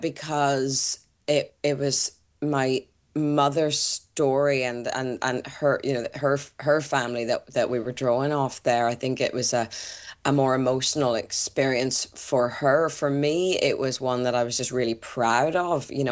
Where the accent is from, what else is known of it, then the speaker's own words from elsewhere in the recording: Belfast, Northern Ireland, United Kingdom; moved away; around where I grew up near the Belfast Castle